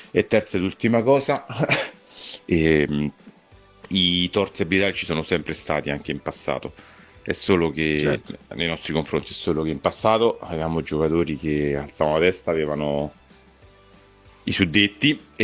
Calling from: Latina, Lazio, Italy; da Latina.

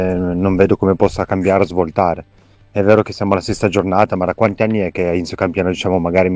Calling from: Turin, Piedmont, Italy; da Superga.

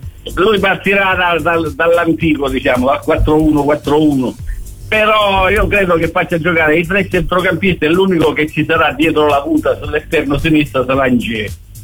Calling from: Capo d'Orlando, Sicily, Italy

